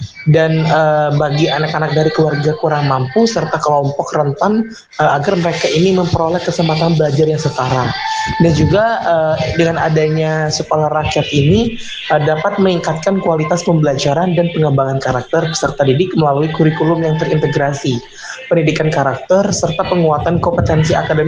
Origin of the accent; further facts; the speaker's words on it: Palembang, South Sumatra, Indonesia; saya dari Jakabaring